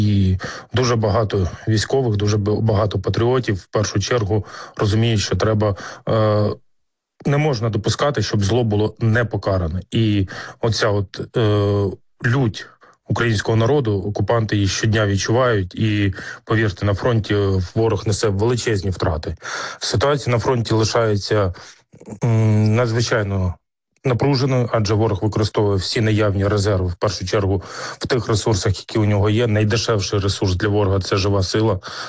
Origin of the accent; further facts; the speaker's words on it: Kyiv, Ukraine; в моєму рідному Києві